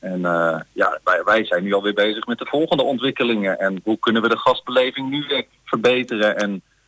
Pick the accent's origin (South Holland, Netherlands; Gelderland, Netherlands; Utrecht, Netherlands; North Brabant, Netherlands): Utrecht, Netherlands; Ik kom natuurlijk uit de Randstad. Sterker nog, ik kom uit Utrecht, waar donderdag het begin van het weekend is.